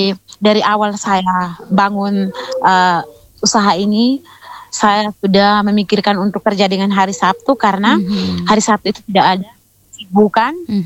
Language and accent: Indonesian; East Nusa Tenggara, Indonesia; karena desa saya itu Teniu, nama desa saya itu Teniu Manu.